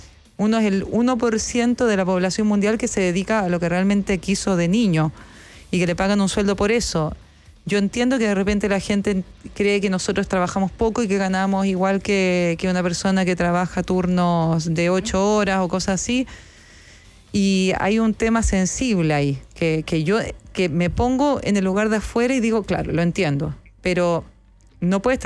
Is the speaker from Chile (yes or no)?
yes; Chile; quizás yo pienso así porque soy chilena y acá no pa